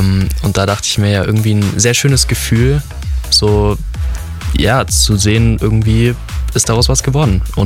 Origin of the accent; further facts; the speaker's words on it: Allgäu, Germany; moved away; ich komme aus dem Allgäu ursprünglich